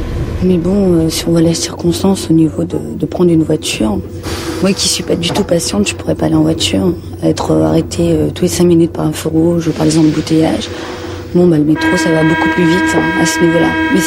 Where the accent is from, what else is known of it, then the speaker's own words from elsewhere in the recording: Paris, Île-de-France, France; born there; Moi, je vis à Paris, c'est-à-dire que je suis née ici